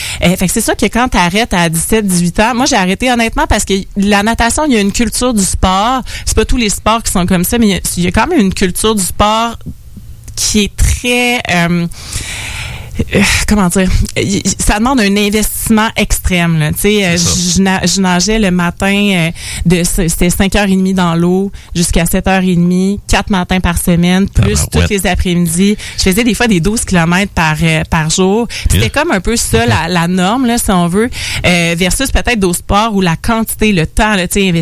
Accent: Lac-Beauport, Quebec, Canada; moi je viens du lac Beauport

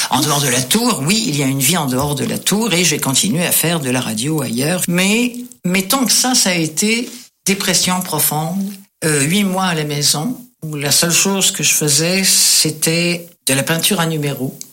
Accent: France; accent: French (from France); now in Quebec, Canada; qui n'aimait pas mon accent français. Ça, j'ai eu beaucoup de mal avec ça ici au Québec.

